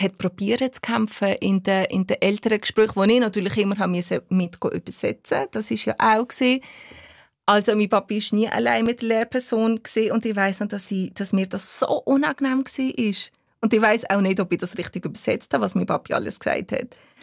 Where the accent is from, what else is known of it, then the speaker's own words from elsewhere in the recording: Albania; ich bin ja nicht aus einem arabischen Land, ich bin aus Albanien.